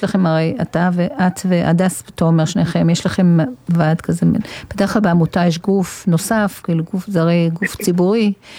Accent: Northern District, Israel; אני גר מהצפון, אני גם מהצפון

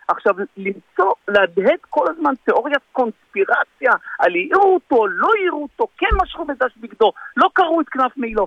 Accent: Beit She'an, Northern District, Israel; אני בא מהפריפריה, אני בא מבית שען

